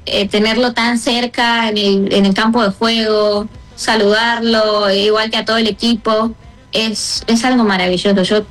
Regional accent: Roldán, Santa Fe, Argentina; moved away as an adult; now in Fort Lauderdale, United States; yo en Roldán estaba acostumbrada a dormir siesta.

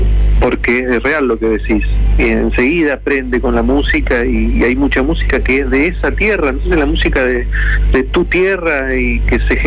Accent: Paso de los Libres, Corrientes, Argentina; Yo me crié en Paso de los Libres, que es una ciudad que donde el chamamé siempre estuvo cerca

